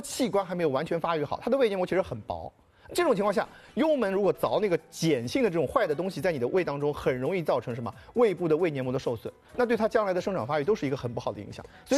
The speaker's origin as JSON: {"language": "Chinese", "country": "China", "said": "我们中国人"}